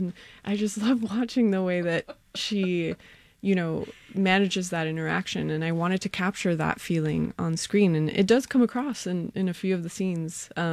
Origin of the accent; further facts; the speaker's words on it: Florida, United States; we're both from Florida